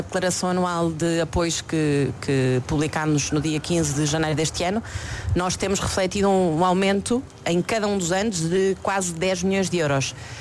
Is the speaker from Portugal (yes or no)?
yes; Marinha Grande, Centro, Portugal; na minha terra, na Marinha Grande